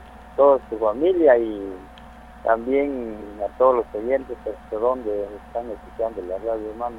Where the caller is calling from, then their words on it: San Juan Sacatepéquez, Guatemala Department, Guatemala; Aquí por Caserío Los Huaques, San Juan, Zacatepeque.